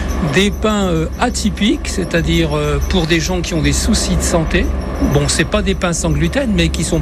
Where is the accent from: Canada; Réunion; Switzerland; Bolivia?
Réunion; Je suis originaire de La Réunion. Je suis en fait la 11e génération de La Réunion.